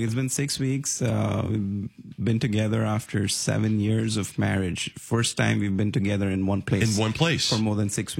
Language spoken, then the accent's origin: English; Mumbai, Maharashtra, India; So born in Mumbai. Mumbai, as you know, is the financial capital of India.